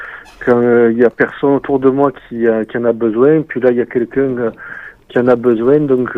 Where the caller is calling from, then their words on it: Saint-Gaudens, Occitanie, France; De Saint-Gaudens.